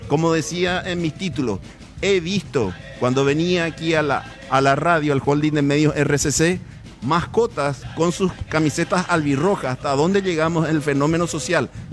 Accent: Paraguay; Hoy somos todos paraguayos

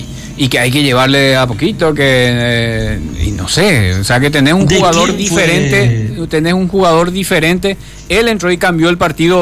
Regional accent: Luque, Central, Paraguay; Yo nací, crecí, vivo en Luque y no voy a abandonar tampoco, claro, Luque ni luqueñismo.

